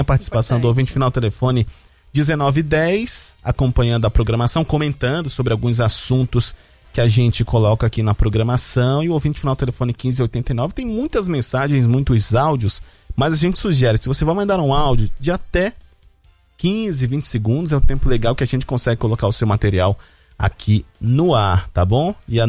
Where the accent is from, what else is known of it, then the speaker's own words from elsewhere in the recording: Manaus, Amazonas, Brazil; now in São Paulo, Brazil; 28 graus lá na minha terra.